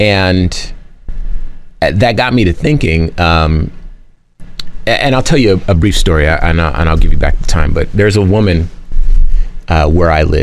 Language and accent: English; Compton, California, United States; I've lived a life that I You know, I'm from Compton.